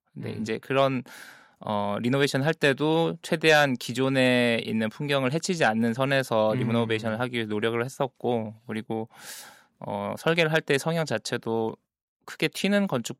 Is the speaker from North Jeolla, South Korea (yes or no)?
yes; Jeonju, North Jeolla, South Korea; 예, 유년 시절을 보냈던 도시이기 때문에 네. 거의 마음의 고향이라고 볼 수 있죠. 전주로 내려가면서 네.